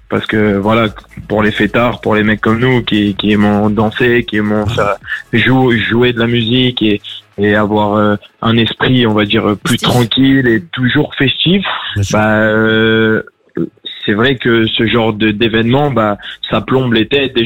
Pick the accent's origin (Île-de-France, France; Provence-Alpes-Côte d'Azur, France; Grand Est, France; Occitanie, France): Île-de-France, France; Paris; Je viens de Paris.